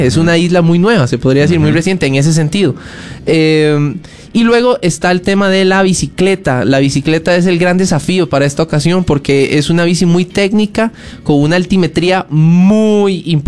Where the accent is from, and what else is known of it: Costa Rica